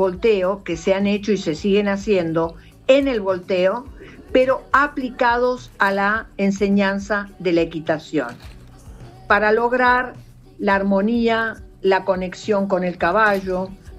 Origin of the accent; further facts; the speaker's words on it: Argentina; somos dos argentinas